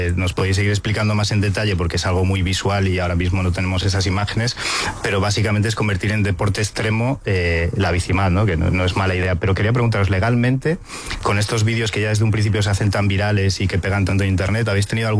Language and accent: Spanish; A Coruña, Galicia, Spain; Va a ser porque soy de Coruña, sí, Pedro.